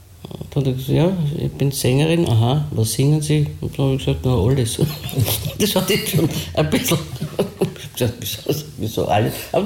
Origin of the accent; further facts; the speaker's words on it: Vienna, Austria; Und als Wienerin wird mir das ja gelingen.